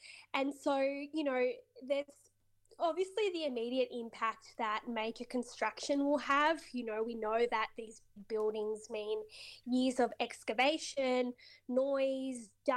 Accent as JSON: {"language": "English", "town": "Sydney", "region": "New South Wales", "country": "Australia", "tie": "born or raised there", "said": "I grew up in Concord myself"}